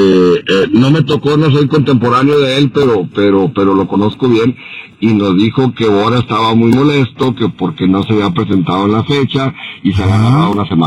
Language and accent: Spanish; Mexico; Jugó el Mundial de México 86, que es de allá de donde soy yo.